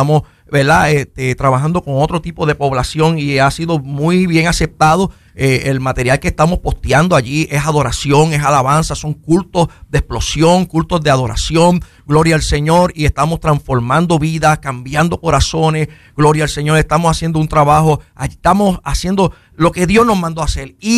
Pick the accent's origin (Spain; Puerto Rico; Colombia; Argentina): Puerto Rico; Lajas; los que somos del área de Lajas y pueblos limítrofes conocen ese barrio muy conocido en el área.